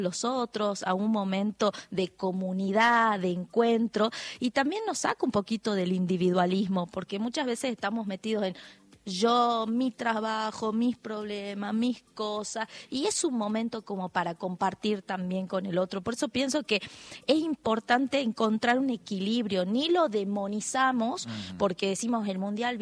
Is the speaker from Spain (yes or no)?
no; Argentina; Somos todos argentinos.